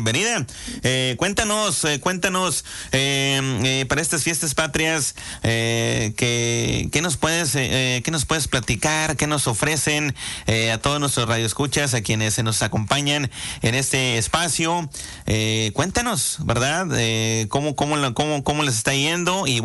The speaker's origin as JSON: {"language": "Spanish", "country": "Mexico"}